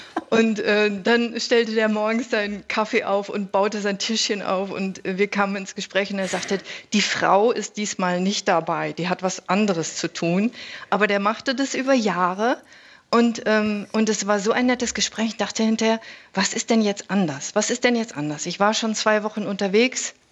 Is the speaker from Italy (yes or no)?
no; Bochum, North Rhine-Westphalia, Germany; Ich bin aus Bochum eigentlich ursprünglich, und das ist doch ein Menschenschlag, der für mich als Ruhrpötterin mir sehr nahe ist, ja.